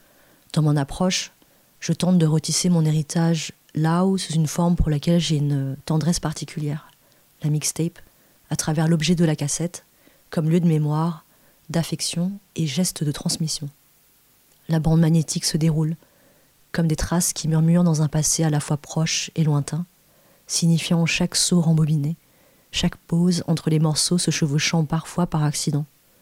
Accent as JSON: {"language": "French", "town": "Marseille", "region": "Provence-Alpes-Côte d'Azur", "country": "France", "tie": "born there", "said": "Je suis née à Marseille le 10 août 1981."}